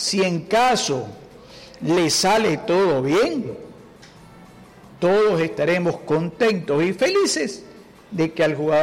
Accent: Ecuador; nosotros mismos como ecuatorianos

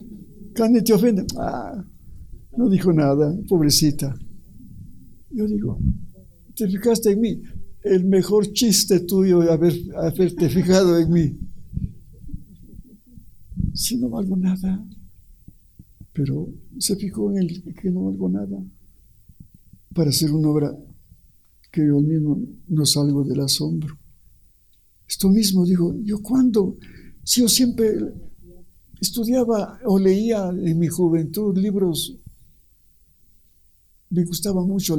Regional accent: Ecuador; no cobrar tan caro a mi pueblo ecuatoriano que es pobre

